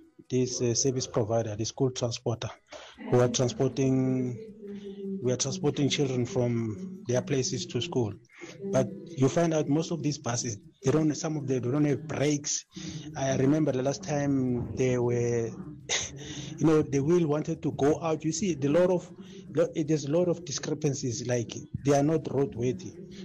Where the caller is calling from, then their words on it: Soshanguve, Gauteng, South Africa; I'm from Soshangu.